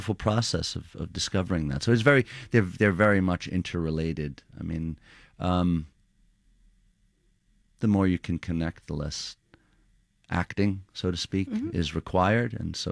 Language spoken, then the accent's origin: English; Queens, New York, United States; in growing up in Queens, and it's not that dissimilar, you know, to what young people encounter in urban environments